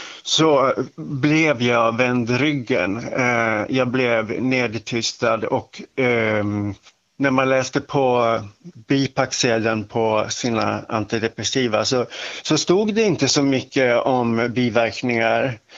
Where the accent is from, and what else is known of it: Dalarna County, Sweden; accent: västerdalska